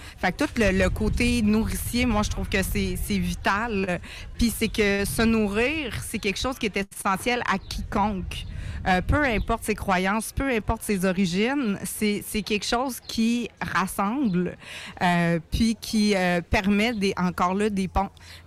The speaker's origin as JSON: {"language": "French", "town": "Quebec City", "region": "Quebec", "country": "Canada", "said": "quand je dis je viens de Vanier"}